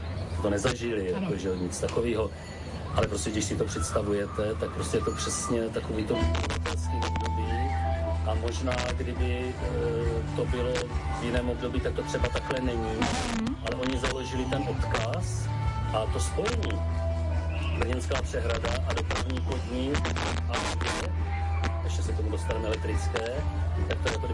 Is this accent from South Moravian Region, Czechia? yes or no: yes; Brno, South Moravian Region, Czechia; já jsem v Brně chodil, já jsem teda rodilej Brňák nebo Brňan, chodil jsem tady na Gimpl.